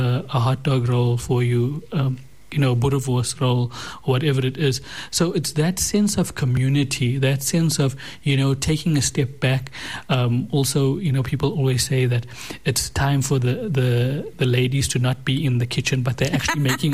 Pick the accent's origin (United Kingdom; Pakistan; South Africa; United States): South Africa